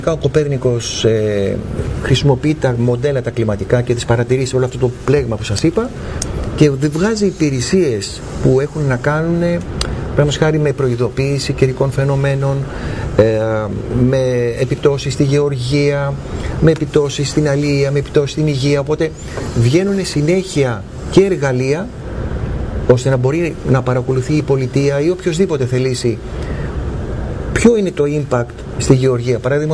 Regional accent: Mantineia, Peloponnese, Greece; εγώ κατάγομαι από τη Μαντινία, Αρκαδία, εκεί ακόμα είναι εντάξει

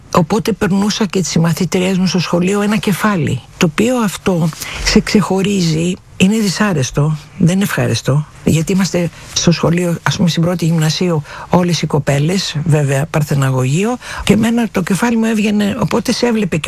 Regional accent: Palaio Faliro, Attica, Greece; also born or lived in Athens; Αγαπώ πολύ τη θάλασσα γιατί μεγάλωσα στο Παλαιό Φάληρο. Είμαι πολύ τυχερή που μεγάλωσα στο Παλαιό Φάληρο, γιατί ήταν τότε χωματόδρομοι.

